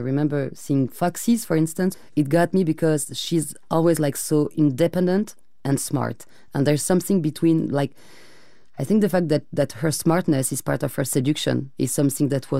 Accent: United States; So as an American person living, like an American Jew livi

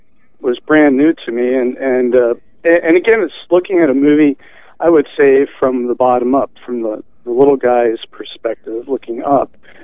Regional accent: Pennsylvania, United States; moved away; I'm from Pennsylvania originally, grew up on a small farm there near Valley Forge

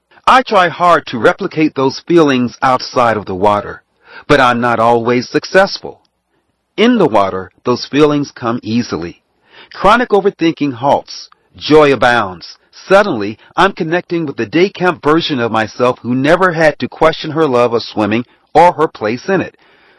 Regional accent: Chicago, Illinois, United States; also born or lived in Detroit; I was born in Detroit and raised in Chicago, but I spent many summers in the former with my dad's side of the family.

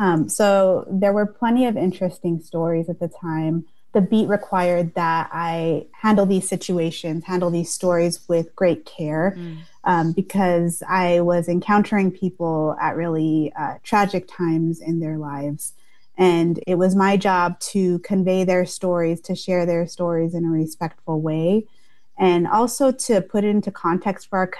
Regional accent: Tucson, Arizona, United States; I was born and raised in Tucson

